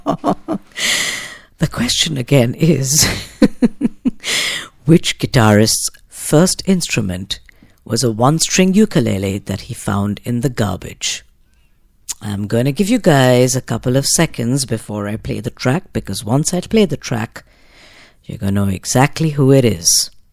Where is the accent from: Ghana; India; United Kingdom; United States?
India; moved away; Growing up in India when I was 14